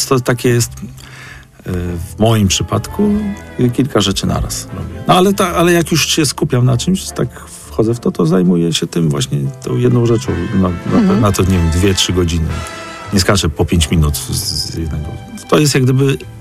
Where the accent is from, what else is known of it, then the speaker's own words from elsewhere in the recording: Warmian-Masurian Voivodeship, Poland; moved away; pochodzę z Mazur, z Warmii i Mazur, nie? Z małego miasta.